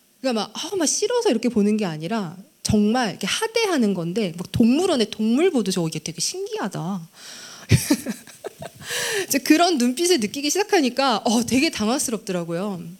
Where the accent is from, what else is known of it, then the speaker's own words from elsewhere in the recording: South Korea; moved away; 거기 가서는 제가 외국인이잖아요. 외국인이 된다는 거를 그때 제가 처음 느껴봤는데, 한국에 있을 때는 제가 전학 한번 가본 적도 없거든요. 뭐 동네 이사가 본 적도 없고